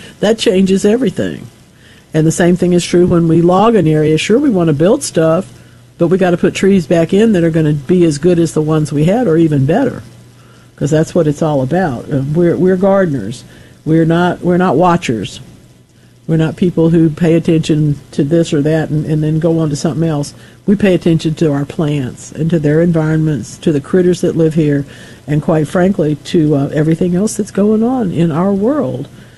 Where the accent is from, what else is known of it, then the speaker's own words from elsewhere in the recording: United States; He was the president of the school board in my hometown. Remember, we're sitting in front of the Ouachita River today. That's where he brought me up.